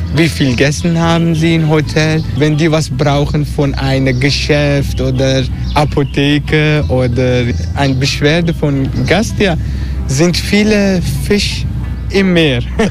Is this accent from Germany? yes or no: no; Netherlands; German is a second language; moved away as an adult; now in Turkey; ich bin aufgewachsen in Holland